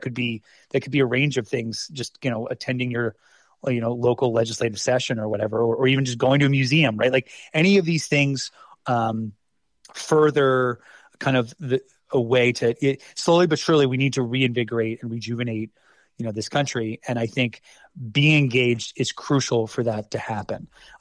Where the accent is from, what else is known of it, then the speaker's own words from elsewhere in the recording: United States; my pride in being American has nothing to do with what Donald Trump is doing.